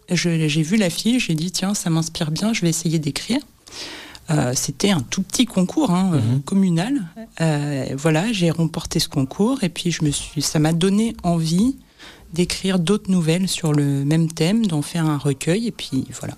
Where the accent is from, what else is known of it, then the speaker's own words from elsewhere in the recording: France; moved away as an adult; now in Brussels, Belgium; Je suis d'origine française, je suis arrivée à 19 ans en Belgique. Je suis restée en Belgique